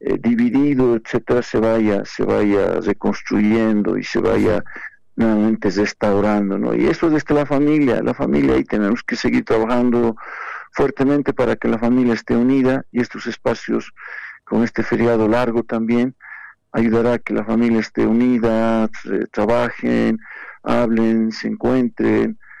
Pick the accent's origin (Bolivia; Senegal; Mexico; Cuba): Bolivia; al final somos bolivianos